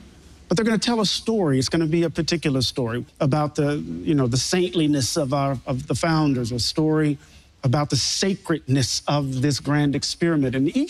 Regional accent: Mississippi, United States; Maybe it's because I'm from Mississippi.

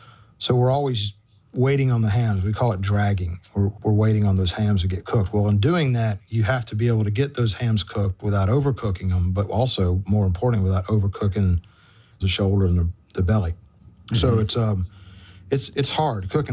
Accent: Memphis, Tennessee, United States; born there

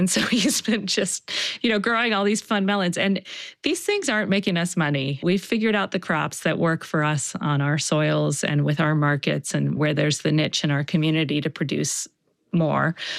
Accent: Baltimore, Maryland, United States; You know, I'm from Baltimore and it's like, oh gosh, who's that famous poet that's...

